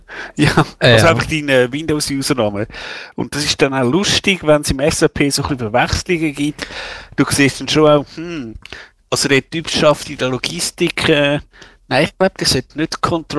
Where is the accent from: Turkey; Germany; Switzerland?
Switzerland; Kappel am Albis, Zurich; ich kann sagen, Kappel am Albis ist jetzt, ja, da bin ich irgendwo aufgewachsen in der Nähe